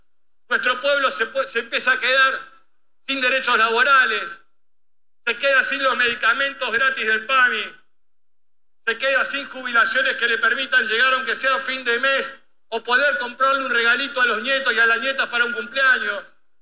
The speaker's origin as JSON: {"language": "Spanish", "country": "Argentina", "said": "lo digo como un argentino más, que sabe lo que es vivir en la periferia de la patria."}